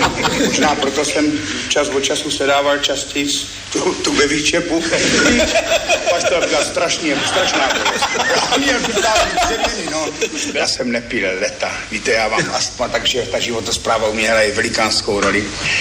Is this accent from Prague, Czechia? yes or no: no; Brno, South Moravian Region, Czechia; also born or lived in Ivančice / Řícmanice; protože já do Brna pořád jezdím, mám tady rodinu, takže já jsem vlastně Brňák pořád.